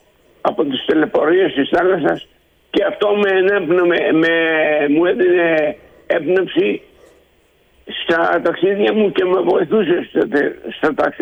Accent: Andros, South Aegean, Greece; την ιδιαίτερη πατρίδα μου, την Άνδρο

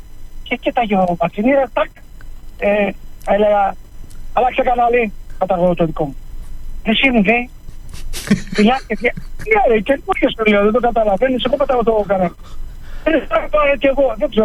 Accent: Greece; born there; also born or lived in Nea Ionia / Lavrio / Zacharo

